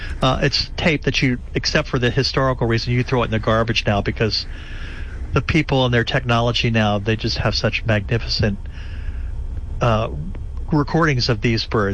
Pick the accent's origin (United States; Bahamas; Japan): United States; Bethesda, Maryland; I'm from Bethesda, Maryland.